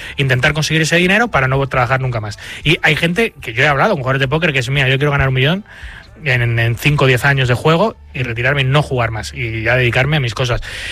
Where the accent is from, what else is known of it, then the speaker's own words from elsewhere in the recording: Spain; Como español, tú en Estados Unidos presentas tu tarjeta fiscal española o tu residencia en España.